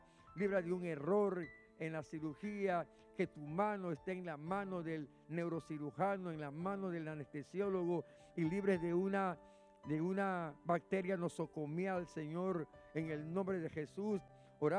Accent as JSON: {"language": "Spanish", "country": "Panama", "said": "nosotros como panameños"}